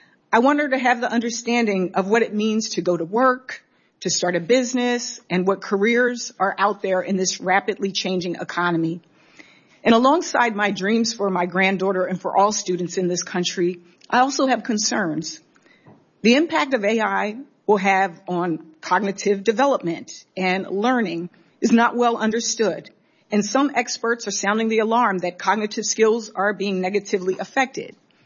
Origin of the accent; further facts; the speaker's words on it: Delaware, United States; My home state of Delaware is doing amazing work on this front